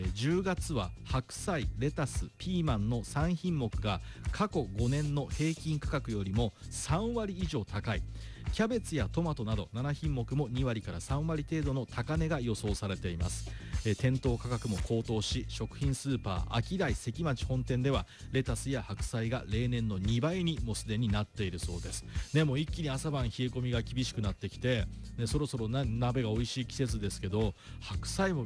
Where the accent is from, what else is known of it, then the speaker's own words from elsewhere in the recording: Sano, Tochigi, Japan; ふるさとの私栃木県佐野市の